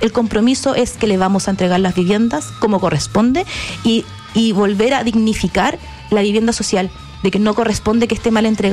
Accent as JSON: {"language": "Spanish", "region": "Valparaíso", "country": "Chile", "said": "yo soy de Valparaíso"}